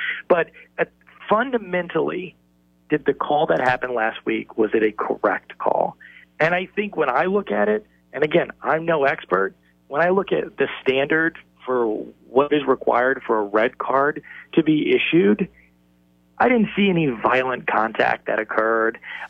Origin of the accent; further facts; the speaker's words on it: United States; But as an American, I hate to say it, I love it.